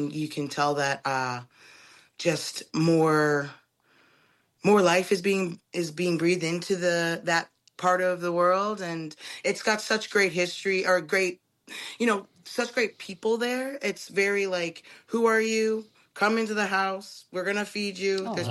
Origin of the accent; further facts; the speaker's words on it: Cape Breton, Nova Scotia, Canada; moved away; I grew up singing with my mom and our family back in Cape Breton.